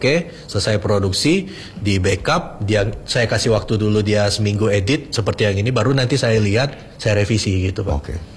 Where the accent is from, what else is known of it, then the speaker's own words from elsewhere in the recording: Jambi, Indonesia; moved away; saya anak asli Jambi yang mencari ilmu di luar